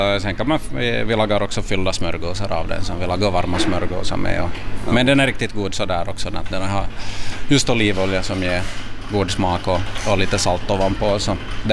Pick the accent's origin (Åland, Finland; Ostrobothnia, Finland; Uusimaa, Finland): Ostrobothnia, Finland; Vaasa; also born or lived in Italy; Jag levde i några år i Italien också när jag var liten, men största delen av livet har jag vuxit upp ändå här i Finland och i Vasa just.